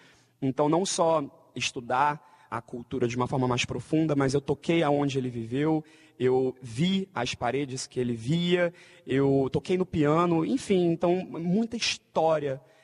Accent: Brazil; also born or lived in Hungary; eu gosto muito de viver minha vida como um bom brasileiro, né, comer meu feijão com arroz e tudo mais.

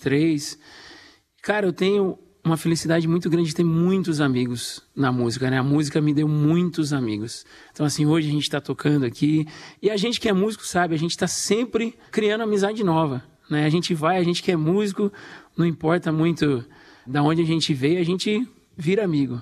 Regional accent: Itu, São Paulo, Brazil; moved away as an adult; now in United States; E são 14 anos já morando nos Estados Unidos. Eu sou do interior de São Paulo, de Itu. Cresci tocando em projeto social, banda de música, estudei na Unicamp.

